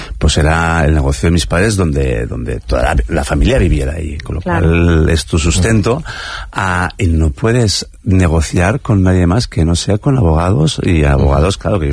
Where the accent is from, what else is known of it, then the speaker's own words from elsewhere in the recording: Valencian Community, Spain; además yo que soy valenciano, imagínate, el esperpento para mí es como el pan nuestro de cada día.